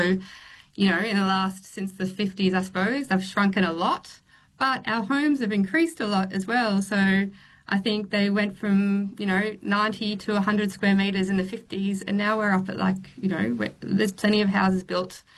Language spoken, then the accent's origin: English; Melbourne, Victoria, Australia; I'm from Melbourne